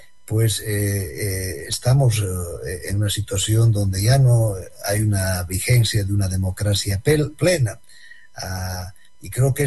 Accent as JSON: {"language": "Spanish", "country": "Bolivia", "said": "a mi país, Bolivia. Yo vengo de Bolivia, y el tema de la reelección presidencial definida pues creó una gran crisis democrática en mi país."}